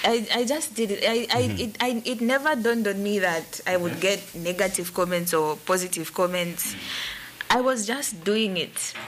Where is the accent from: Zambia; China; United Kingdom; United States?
Zambia; I'm from Zambia.